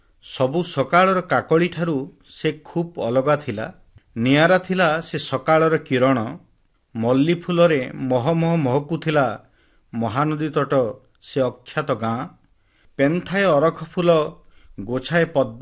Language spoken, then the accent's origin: Odia; Sonepur, Odisha, India; born there; ମୁଁ ସୋନପୁରର ଗୋଟେ ଗାଁରେ ଜନ୍ମ ଏବଂ ସୋନପୁର ହେଉଛି ଭୀମଭୋଇଙ୍କର ଗୋଟେ ସାଧନାସ୍ଥଳୀ